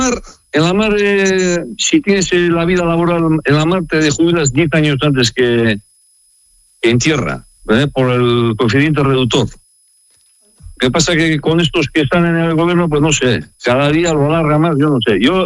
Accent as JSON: {"language": "Spanish", "town": "San Vicente de la Sonsierra", "region": "La Rioja", "country": "Spain", "tie": "born there", "said": "Yo nací en San Vicente de la Sonsierra, La Rioja. Mi madre es riojana."}